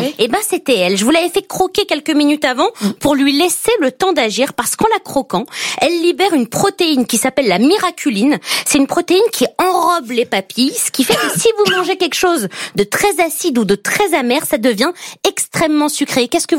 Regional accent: France

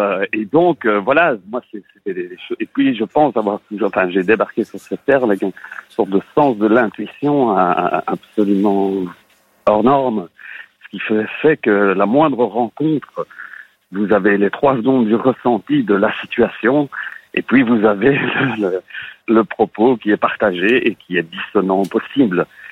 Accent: Belgium; born there; Je suis né en Belgique, tout simplement.

